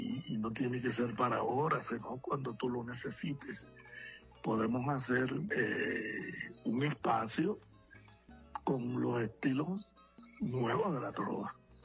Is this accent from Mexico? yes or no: no; Naranjito, Puerto Rico; born there; el 6 de mi pueblo, que tú lo tienes hasta un anuncio por ahí, el 6 de Naranjito